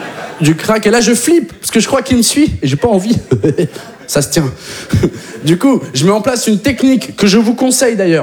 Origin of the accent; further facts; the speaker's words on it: Occitanie, France; now in Paris, France; Je viens de la campagne toulousaine, moi. J'ai jamais vraiment été confronté à un vrai danger. Aujourd'hui, j'habite à Barbès.